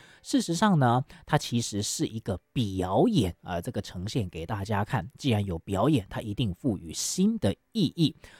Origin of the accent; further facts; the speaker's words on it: Taipei, Taiwan; 身为台北人的我哈，